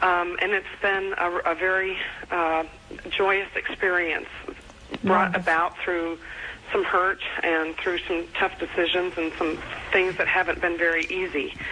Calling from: Indiana, United States; Mother, I'm calling from Indiana.

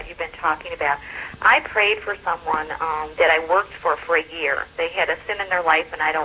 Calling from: Chicago, Illinois, United States; Sister, I'm from Chicago, mm-hmm. or a suburb of Chicago

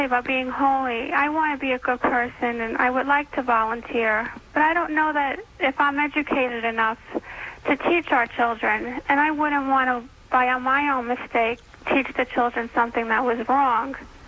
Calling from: New Jersey, United States; I'm from New Jersey.

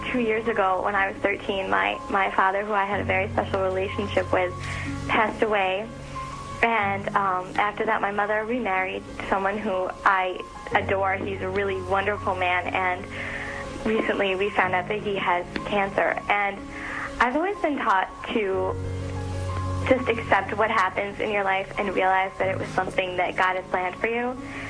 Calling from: New York, United States; New York.

